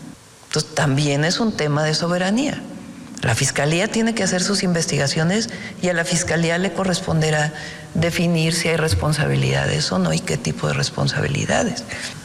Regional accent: Mexico; Pero tenemos que ser muy serios como mexicanos

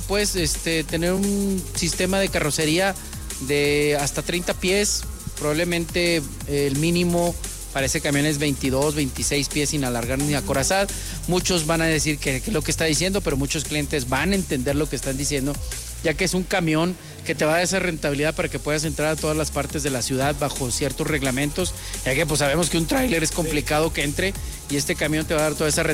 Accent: Colombia; Entonces yo creo que va a ser algo tranquilo, como todo colombiano.

